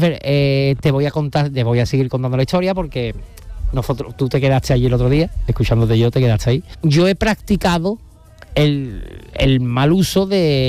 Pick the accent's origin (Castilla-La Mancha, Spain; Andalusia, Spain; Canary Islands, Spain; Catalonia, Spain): Andalusia, Spain; Alcalá de Guadaíra; also born or lived in Seville; Pero bueno, mi residencia está en Alcalá de Guadaira desde pequeño. Soy alcalareño. Sevillano y alcalareño.